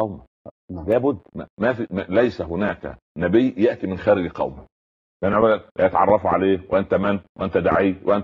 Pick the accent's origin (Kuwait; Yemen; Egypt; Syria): Egypt; احنا يعني الناس المصريين